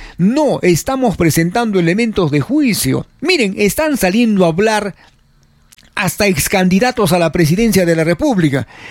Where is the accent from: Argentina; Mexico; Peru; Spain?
Peru